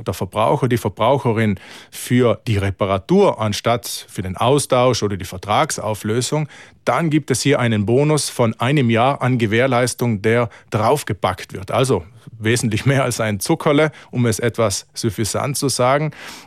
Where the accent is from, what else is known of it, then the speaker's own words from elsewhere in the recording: Trentino-Alto Adige, Italy; Für uns Südtiroler, Südtirolerinnen bedeutet